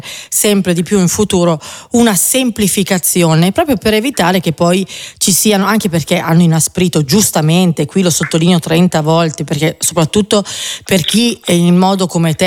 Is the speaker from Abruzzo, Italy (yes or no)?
no; Lombardy, Italy; Lo dico da lombarda.